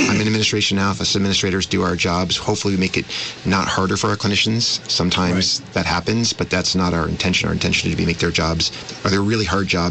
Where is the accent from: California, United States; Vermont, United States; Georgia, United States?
Vermont, United States; Leicester; I grew up in Leicester, Vermont. My parents owned a general store. I was the oldest of three boys